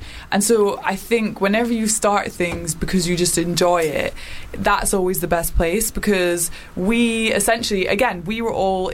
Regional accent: Edinburgh, Scotland, United Kingdom; now in London, United Kingdom; I'm not from London, so I grew up in Edinburgh. Well, mm-hmm. I moved around a lot, but I went to high school in Edinburgh.

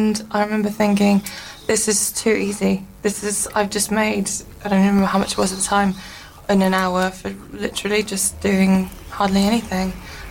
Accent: Richmond, United Kingdom; Richmond.

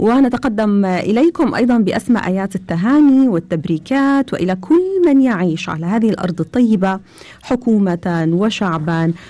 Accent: Qatar; born there; يعني أنا من مواليد دولة قطر وأعتز بهذا الشيء. صباحنا كصباح سائر البيوت

